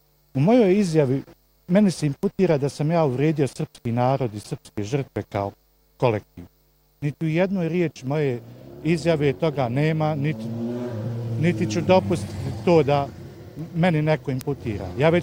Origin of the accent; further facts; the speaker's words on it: Bosnia & Herzegovina; da ja kao Bošnjak, kako ću ja imati mišljenje o presuđenom ratnom zločincu Ratku Mladiću?